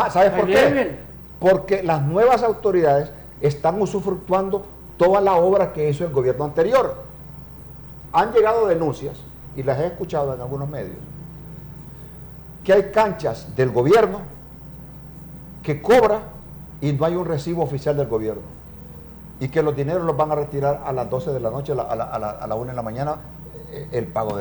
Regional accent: Honduras; A mí me da pena como hondureño

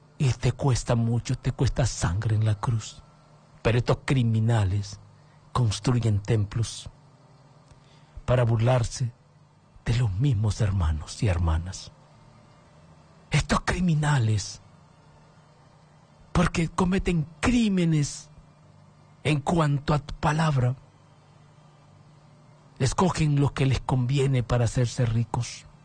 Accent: Honduras; Te lo digo como hondureño

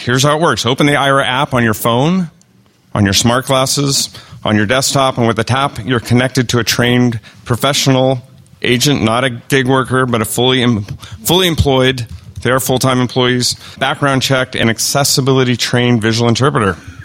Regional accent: New Orleans, Louisiana, United States; Fun fact, this is actually my hometown. I was actually born in New Orleans.

